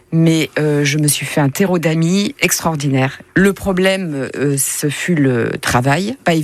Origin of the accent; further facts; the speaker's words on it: Reims, Grand Est, France; born there; also born or lived in Constantine, Algeria; je suis née à Reims il y a 60 ans dans une famille d'agriculteurs. Suite à ça et au divorce de mes parents, je suis partie sur l'Algérie parce que mon beau-père était professeur de sociologie. Il a enseigné à Constantine, donc j'ai fait 3 ans à Constantine.